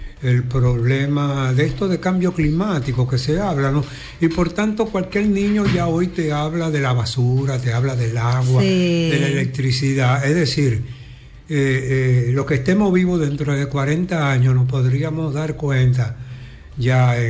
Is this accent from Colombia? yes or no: no; Dominican Republic; nos toca seguir observando como vegano, como dominicano, todos los dominicanos